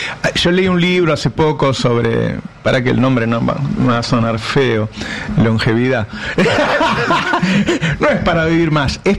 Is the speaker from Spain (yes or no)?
yes; Spain; Yo soy gallego, ¿sabes?